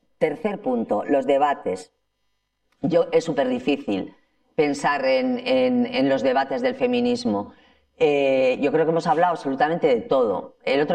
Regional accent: Ermua, Basque Country, Spain; born or raised there

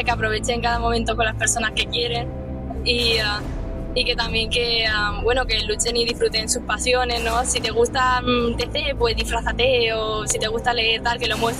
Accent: Seville, Andalusia, Spain; soy de Sevilla.

